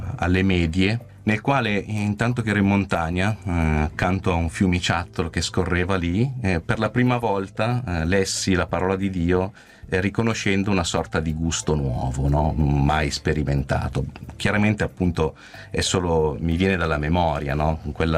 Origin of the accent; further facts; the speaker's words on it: Abbadia Lariana, Lombardy, Italy; born or raised there